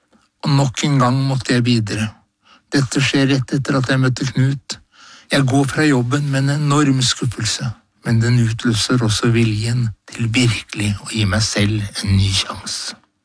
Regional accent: Horten, Vestfold, Norway; moved away as an adult; now in Oslo, Norway; som var mitt første stopp som florist og blomsterdekoratør da jeg kom fra Horten til hovedstaden på 70-tallet.

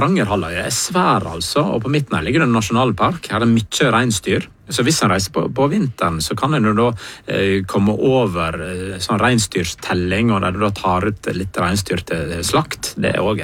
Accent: Naustdal, Vestland, Norway; jeg kommer fra Naustdal, som ligger ja, 5 mil fra Florø.

